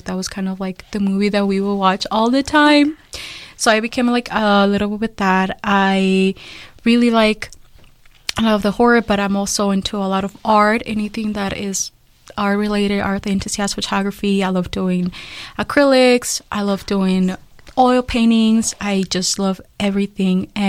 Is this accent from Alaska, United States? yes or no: no; Chicago, Illinois, United States; also born or lived in Mexico; So I was born in Mexico and I was raised in Little Village.